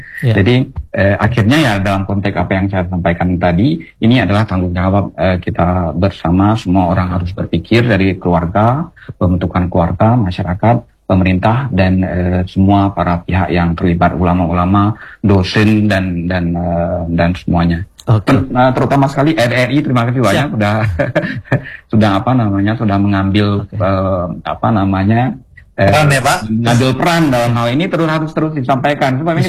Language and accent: Indonesian; Aceh, Indonesia; Dan tentu dalam konteks masyarakat kita Aceh ini sangat bertolak belakang.